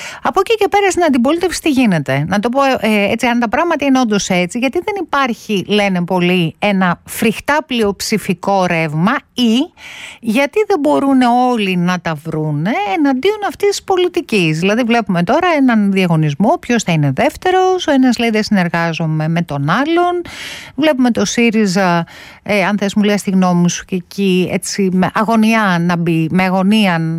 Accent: Athens, Attica, Greece; Εγώ είμαι μεγαλωμένη Εξάρια, downtown.

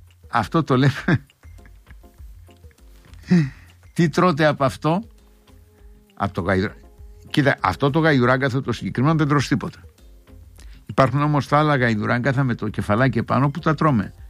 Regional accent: Agios Konstantinos, Greece; moved away; Άγιος Κωνσταντίνος λέγεται το χωριό μου επάνω.

